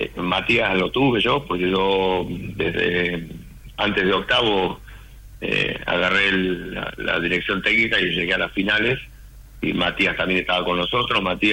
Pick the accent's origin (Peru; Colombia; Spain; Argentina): Argentina; Tucumán; now in Formosa, Argentina; soy de Tucumán